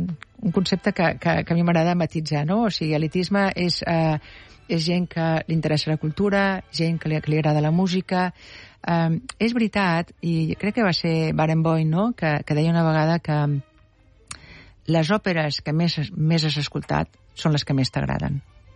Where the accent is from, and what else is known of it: Barcelona, Catalonia, Spain; born there